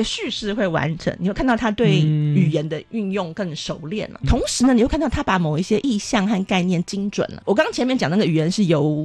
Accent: Taiwan; 我们台湾的文学一直都是在问一个我是谁的问题

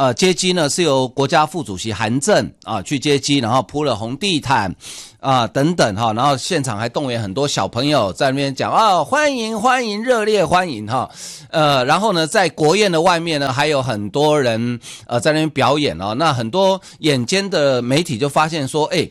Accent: Taiwan

